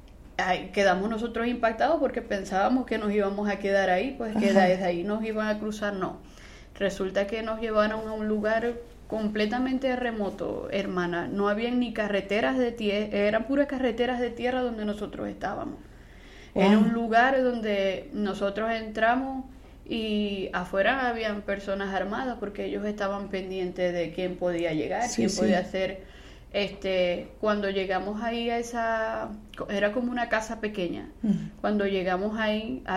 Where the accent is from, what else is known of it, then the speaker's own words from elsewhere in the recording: Venezuela; moved away as an adult; Mi esposo y yo, desde que nosotros salimos de allá